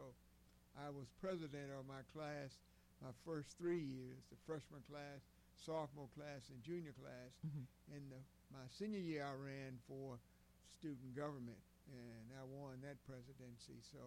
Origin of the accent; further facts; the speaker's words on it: Walls, Mississippi, United States; I grew up in Walls, and I had actually two brothers and two sisters that I lived in a household with.